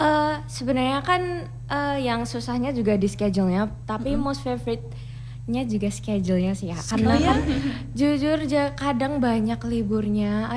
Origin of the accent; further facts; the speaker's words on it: Karanganyar, Central Java, Indonesia; also born or lived in Surakarta; aku itu kan orang Karanganyar kak, tapi aku high schoolnya di Surakarta.